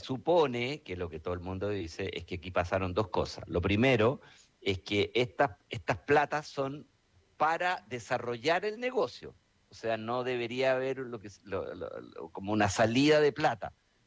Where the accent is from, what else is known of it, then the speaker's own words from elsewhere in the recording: Chile; nosotros como chilenos de fútbol no podemos decir que la gente es mala